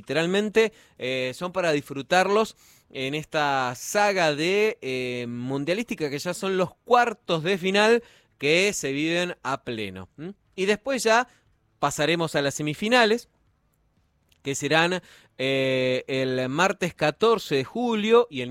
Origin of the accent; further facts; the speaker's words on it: Argentina; sobre todo como argentinos